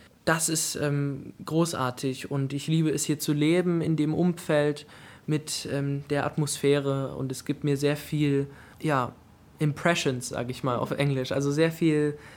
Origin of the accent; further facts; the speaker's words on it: Weimar, Thuringia, Germany; Ich wurde in Weimar geboren, das ist meine Heimatstadt und dadurch, dass hier zwei Universitäten sind, gibt es auch ganz viele junge Leute und es ist sehr belebt, eine frische Atmosphäre.